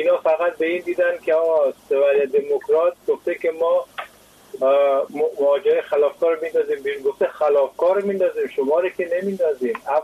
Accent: Afghanistan; من از همزبانه همسایتون از افغانستان هستم.

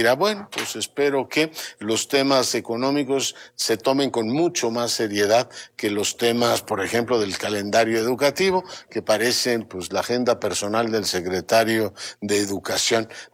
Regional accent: Mexico City, Mexico; yo soy, capitalino.

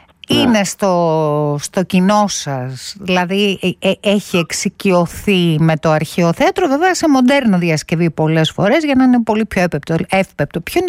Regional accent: Athens, Attica, Greece; also born or lived in Germany; Α, εγώ η αλήθεια είναι ότι γεννήθηκα στη Γερμανία, αλλά μένω στα Εξάρχεια. Δηλαδή το πατρικό μου είναι από 5 χρονών εκεί, downtown.

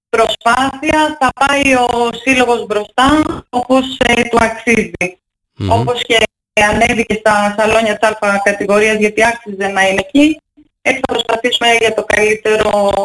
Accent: Akrata, Western Greece, Greece; Είναι η πατρίδα μου, την αγαπάω πολύ την Ακράτα.

